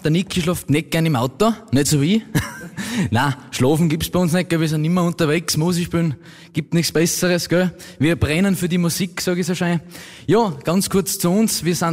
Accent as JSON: {"language": "German", "town": "Veitsch", "region": "Styria", "country": "Austria", "lives_now": "Wartberg, Austria", "said": "ja, ich bin ursprünglich aus der Feitsch oder war einmal in der Feitsch auch heimisch. Ja, jetzt ist halt der Wartberger geworden und heute sind wir da in St. Barbara."}